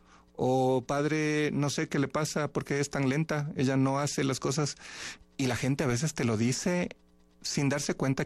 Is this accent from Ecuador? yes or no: yes; Ecuador